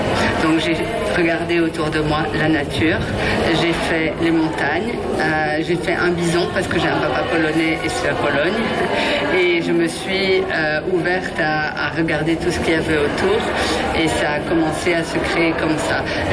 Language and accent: French; Belgium; moved away as an adult; now in Toulouse, France; Alors, en tant que Belge, avec un papa polonais et habitant à Toulouse maintenant